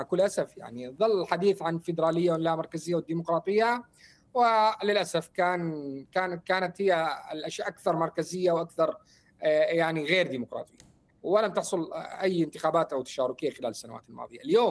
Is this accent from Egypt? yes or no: no; Al-Hasakah Governorate, Syria; من الحسكة